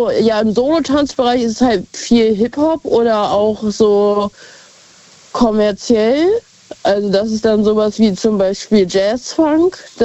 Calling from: Hannover, Lower Saxony, Germany; Aus Hannover tatsächlich.

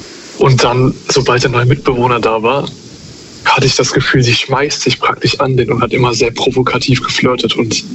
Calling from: Cologne, North Rhine-Westphalia, Germany; ich komme aus Köln.

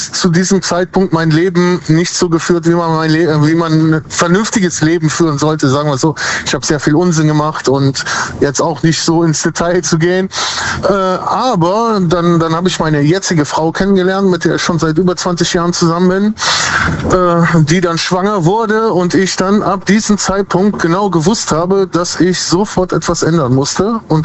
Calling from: Aachen, North Rhine-Westphalia, Germany; Ich komme aus der Nähe von Aachen.

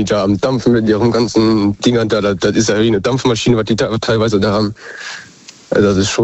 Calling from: Rhineland-Palatinate, Germany; Ich komme aus Westerwald.

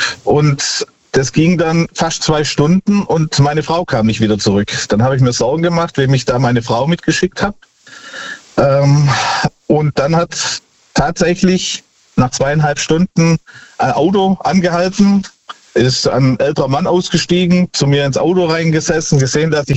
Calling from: Nehren, Baden-Württemberg, Germany; ich komme aus Gnähren bei Tübingen.

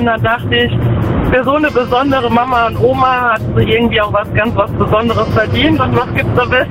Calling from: Schellweiler, Rhineland-Palatinate, Germany; Aus Schellweiler.

